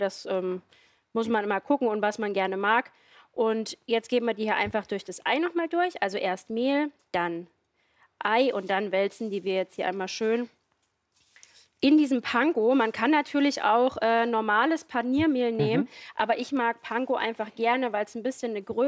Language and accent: German; Thuringia, Germany; Und ja, ich komme aus Thüringen. Von daher dürfen auch Klöße eigentlich das ganze Jahr bei mir Einzug in meiner Küche erhalten.